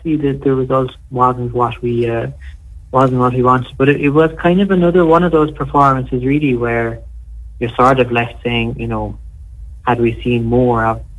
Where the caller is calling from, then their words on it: Vienna, Austria; I'm ringing in from Vienna, Seamus.